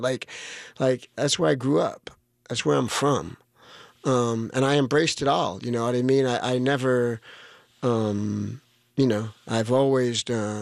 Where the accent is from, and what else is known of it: Hollywood, California, United States; born or raised there